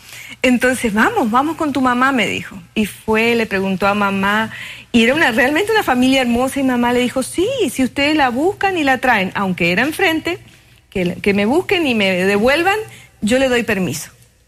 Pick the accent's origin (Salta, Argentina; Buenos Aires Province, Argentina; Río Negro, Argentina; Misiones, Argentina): Misiones, Argentina; Posadas; now in Oklahoma, United States; yo soy de Posadas, Misiones, Argentina